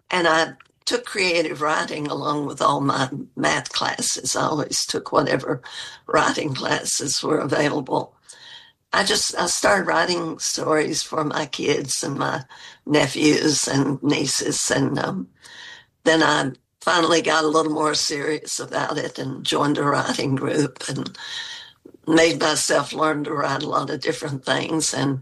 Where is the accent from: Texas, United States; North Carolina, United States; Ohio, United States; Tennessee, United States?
Tennessee, United States; Oak Ridge; also born or lived in Grant Town, West Virginia / southeastern Kentucky; now in East Tennessee, United States; So I grew up in Oak Ridge in Tennessee, though, because during the war, my dad was hired to work in one of the nuclear facilities. And so we came to Oak Ridge when I was six